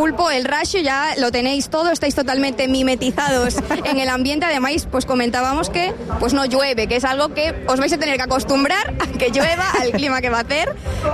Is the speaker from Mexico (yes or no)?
no; Spain; los españoles no conocíamos esta canción